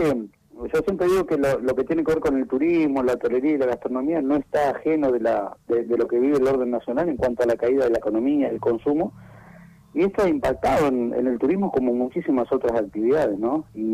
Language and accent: Spanish; Argentina; Yo me crié de chico estuve en la calle Albarracín y Juan B. Justo.